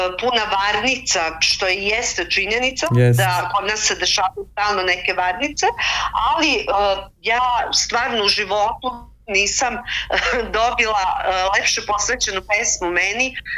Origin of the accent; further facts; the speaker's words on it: Serbia; kod nas u Srbiji sve više o tome i o toj temi priča